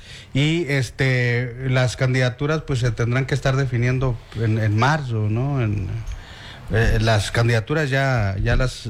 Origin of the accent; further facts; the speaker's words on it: Zacatecas, Mexico; now in Tabasco, Mexico; Yo soy de Zacatecas. Yo soy de Zacatecas.